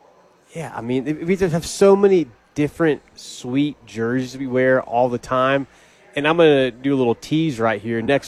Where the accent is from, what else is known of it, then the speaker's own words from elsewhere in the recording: South Carolina, United States; now in Albuquerque, United States; I'm from South Carolina, and Boone is in North Carolina, about 3 hours away.